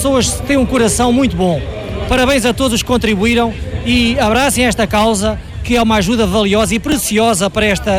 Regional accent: Tomar, Santarém, Portugal; vim aqui correr, isto era longe de casa, eu sou de Tomar.

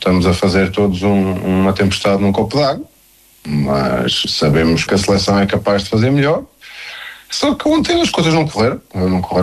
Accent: Portugal; eu, como português

